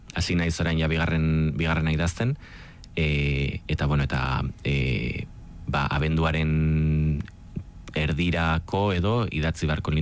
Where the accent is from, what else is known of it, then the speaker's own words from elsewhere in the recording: Vitoria-Gasteiz, Basque Country, Spain; ni gasteiztarra naiz, ni kalekumea naiz ere bai.